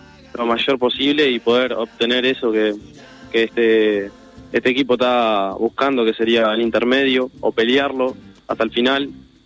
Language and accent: Spanish; Laureles, Uruguay; vengo de Laureles